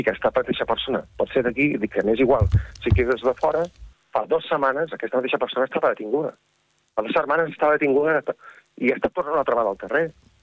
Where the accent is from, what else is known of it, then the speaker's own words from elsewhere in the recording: Manresa, Catalonia, Spain; jo, de fet, he nascut, he estudiat, m'he criat a Manresa i em sap molt greu tot el que està passant a Manresa.